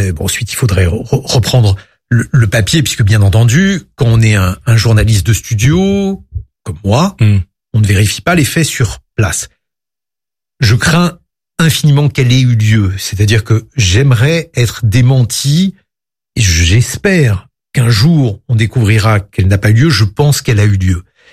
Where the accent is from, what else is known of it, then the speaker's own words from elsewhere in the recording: France; je suis français